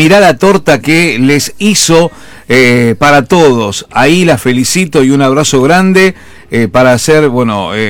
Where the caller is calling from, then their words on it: Ayacucho, Peru; de Ayacucho. Pregunto para el doctor desde Ayacucho.